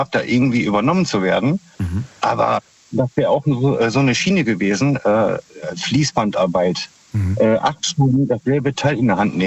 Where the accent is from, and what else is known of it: Minden, North Rhine-Westphalia, Germany